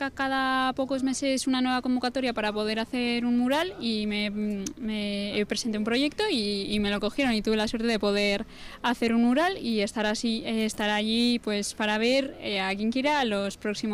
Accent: Vitoria-Gasteiz, Basque Country, Spain; Yo soy de Gasteiz también.

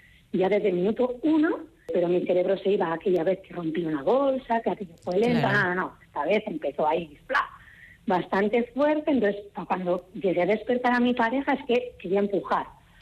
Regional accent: Errenteria, Basque Country, Spain; sí, yo soy de Rentería, y coincidió

